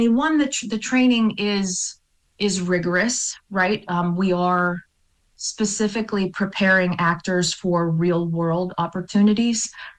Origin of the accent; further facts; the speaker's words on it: McKees Rocks, Pennsylvania, United States; Well, I grew up in McKees Rocks